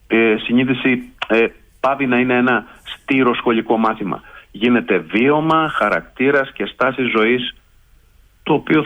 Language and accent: Greek; Alexandroupoli, Eastern Macedonia and Thrace, Greece; now in Germany; και εγώ επειδή κατάγομαι από την Αλεξανδρούπολη